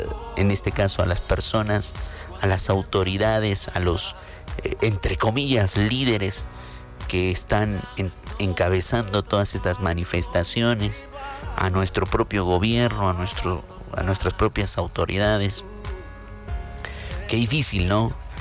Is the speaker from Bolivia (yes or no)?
yes; Bolivia